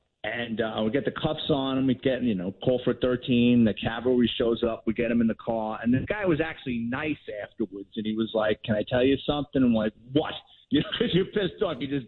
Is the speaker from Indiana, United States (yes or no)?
no; New York City, New York, United States; growing up in the Bronx